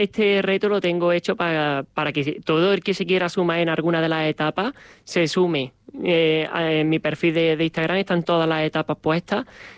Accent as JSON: {"language": "Spanish", "town": "Montefrío", "region": "Andalusia", "country": "Spain", "tie": "born or raised there", "moved": "as an adult", "lives_now": "Talavera de la Reina, Spain", "said": "Voy a Montefrío. Al final yo soy de allí, yo aquí llevo 10 añitos."}